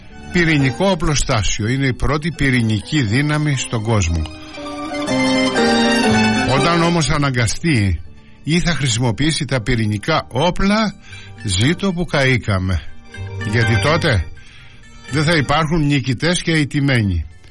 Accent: Greece

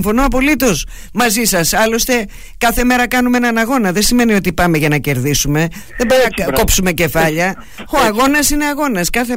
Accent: Patras, Western Greece, Greece; born there; moved away; γεννηθήκαμε με την Παναχαϊκή και μεγαλώσαμε με την Παναχαϊκή εδώ. Λοιπόν. Δεν έχει σημασία αν φύγαμε από την Πάτρα κάποια περίοδο.

